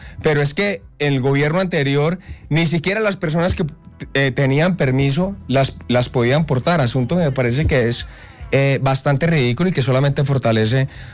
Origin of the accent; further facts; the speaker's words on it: Cali, Valle del Cauca, Colombia; Claro, un saludo aquí a toda mi tierra, Cali, el Valle del Cauca.